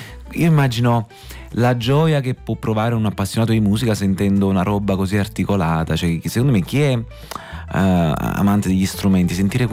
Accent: Villaricca, Campania, Italy; Io non so né di Napoli e né di Napoli, sono di Villaricca, che è in provincia di Napoli

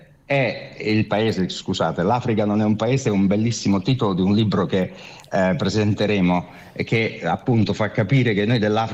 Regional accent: Apulia, Italy; born there; noi siamo nati sul Gargano

